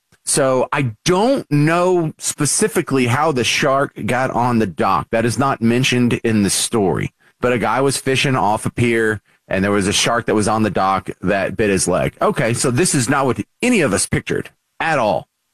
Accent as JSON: {"language": "English", "country": "United States", "said": "as an American who is 1/4 Hispanic and 3/4 white"}